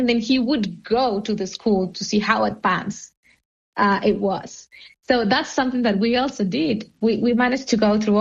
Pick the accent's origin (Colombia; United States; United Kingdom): Colombia; I'm a journalist from Colombia.